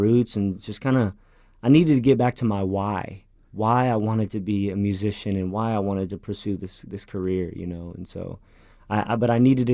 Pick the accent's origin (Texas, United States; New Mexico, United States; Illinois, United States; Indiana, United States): Texas, United States; North Richland Hills; born or raised there